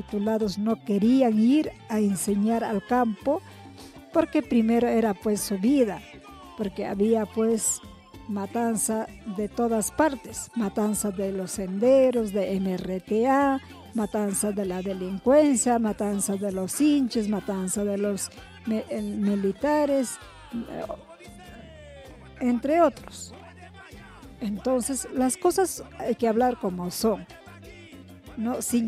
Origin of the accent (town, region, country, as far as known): Peru